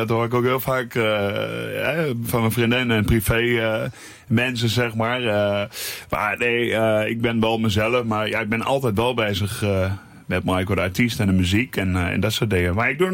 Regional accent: Enschede, Overijssel, Netherlands; also born or lived in Hengelo; now in Bierde, Netherlands; En ik kom officieel uit Hengelo, ben geboren, Enschede opgegroeid. Ik woon nu in Bierde, al 3,5 jaar bij mijn vriendin.

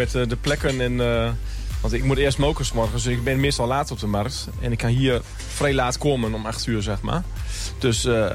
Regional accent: Bentelo, Overijssel, Netherlands; Ik kom uit Bentelo.

